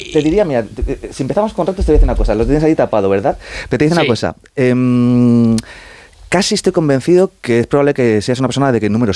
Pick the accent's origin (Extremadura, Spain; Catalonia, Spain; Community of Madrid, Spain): Community of Madrid, Spain; La verdad es que yo estoy un poco dividido, porque fíjate, mis padres son argentinos, yo soy madrileño.